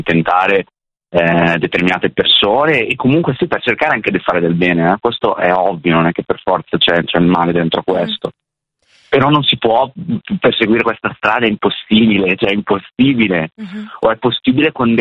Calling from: Clusone, Lombardy, Italy; io sono di Clusone, quindi valseriana

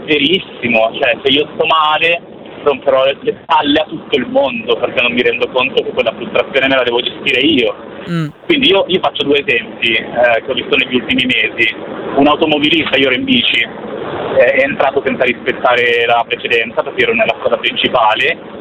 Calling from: Monza, Lombardy, Italy; di Monza.

